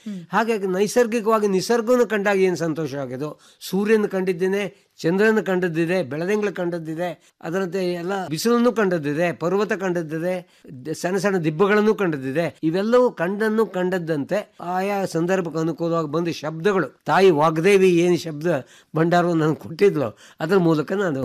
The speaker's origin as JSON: {"language": "Kannada", "region": "Karnataka", "country": "India", "tie": "born or raised there", "said": "ನಾನು ಮಲೆನಾಡಿನಲ್ಲಿ ಹುಟ್ಟಿ ಬೆಳೆದಂಥ ವ್ಯಕ್ತಿ"}